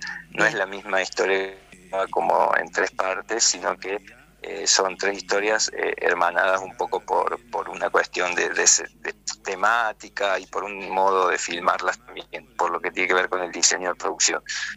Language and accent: Spanish; Argentina